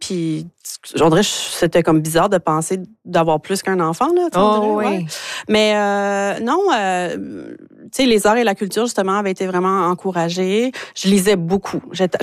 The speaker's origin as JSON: {"language": "French", "town": "Caraquet", "region": "New Brunswick", "country": "Canada", "tie": "born or raised there", "also_born_or_lived": "Moncton", "said": "je suis née à Moncton. Et de l'âge de 5 à 16 ans, j'étais à Caraquet."}